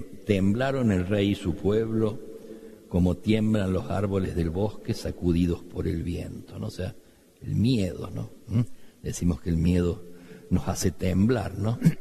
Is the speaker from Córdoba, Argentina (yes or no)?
yes; Córdoba, Argentina; Los argentinos y los cordobeses estamos como signados por las visitas.